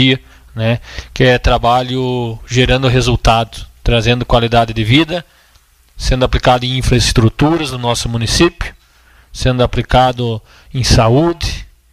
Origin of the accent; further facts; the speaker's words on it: Fontoura Xavier, Rio Grande do Sul, Brazil; lá na Vila Cis, da minha comunidade, onde eu nasci, onde eu me criei, onde eu cresci, onde eu vivi por muitos anos, mais conhecido como Sovaco da Cobra